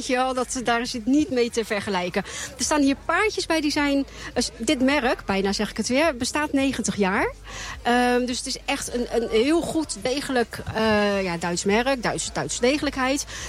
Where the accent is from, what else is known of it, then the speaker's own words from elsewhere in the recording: North Brabant, Netherlands; Uit Brabant, Heiningen.